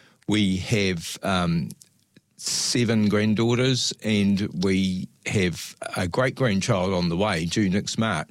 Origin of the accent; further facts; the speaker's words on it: Christchurch, Canterbury, New Zealand; Yep, I grew up in Linwood Ave in Christchurch, and what I would consider to be a pretty normal working class family.